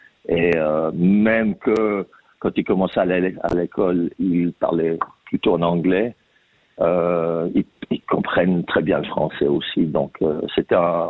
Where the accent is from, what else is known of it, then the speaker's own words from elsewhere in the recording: Crissier, Vaud, Switzerland; moved away as an adult; now in Australia; Mais, ouais, j'ai grandi à Lausanne, à Crissier. Et puis, je suis venu ici en Australie après avoir fait un tour du monde. Et puis, qu'on a décidé avec ma femme de venir nous établir en Australie.